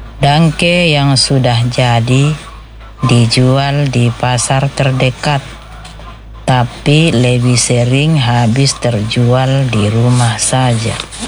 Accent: Langda, South Sulawesi, Indonesia; Saya dari Desa Langda, Kecamatan Buntu Batu, Kabupaten Cirekang.

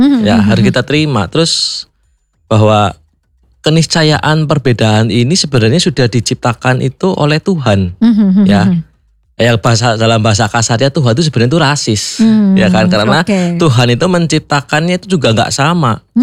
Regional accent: Purwokerto, Central Java, Indonesia; Saya asli Purwokerto, lahiran Purwokerto, terus untuk saat ini saya dari Klenteng Hotik Bio Purwokerto.

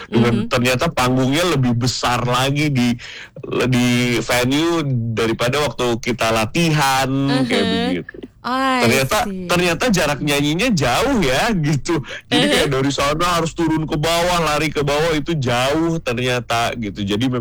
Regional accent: Bandung, West Java, Indonesia; Betul sekali, aku memang lahir besar, tanah kelahiran aku adalah bumi Pasundan, betul sekali. Yoi. Di Bandung

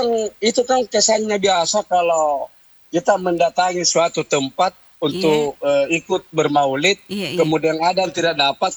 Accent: South Sulawesi, Indonesia; kalau di tempat saya dulu, ya saya kan dari Petarani ya, Beto Cinde sana, Lurah Buakana.

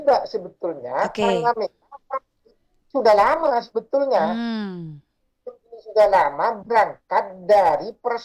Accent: Bangkalan, East Java, Indonesia; saya orang Madura, Mbak. Saya orang Bangkalan, Pak Yuda.

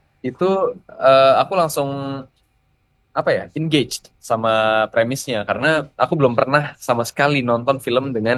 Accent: Jakarta, Indonesia; Nah, kalau aku asli Jakarta.

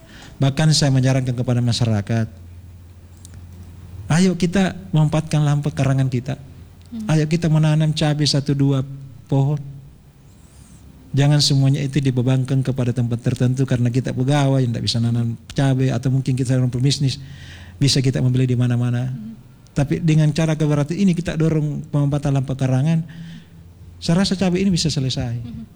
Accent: Mamuju, West Sulawesi, Indonesia; kita ini orang Mamuju

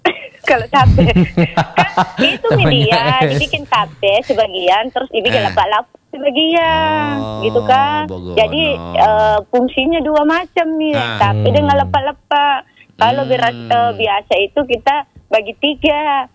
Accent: Makassar, South Sulawesi, Indonesia; moved away as an adult; now in Soppeng, Indonesia; Karena saya umur 4 tahun, saya tinggal di Makassar sampai umur 25 tahun.

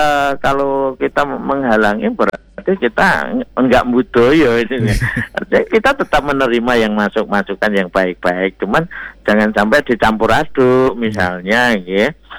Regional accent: Java, Indonesia; kita ini orang Jawa, bahwa kita ini orang Indonesia, bukan orang Barat, bukan orang Arab.

